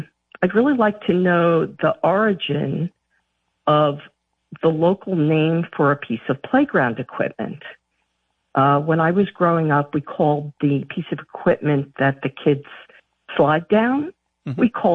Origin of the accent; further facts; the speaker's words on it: New York City, New York, United States; moved away as an adult; also born or lived in Philadelphia; now in Hunterdon County, New Jersey, United States; I grew up in an area of Brooklyn called Bay Ridge, mm-hmm. and it's along New York Harbor.